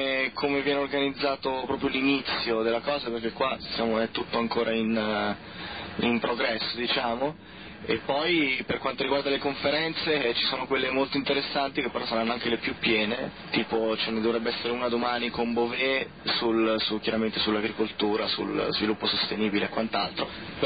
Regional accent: Milan, Lombardy, Italy

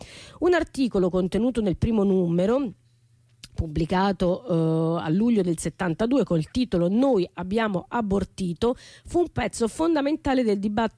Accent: Tuscany, Italy; Volevo scrivere delle mille volte in cui da toscani ci siamo canzonati, criticati senza mai avercene a male.

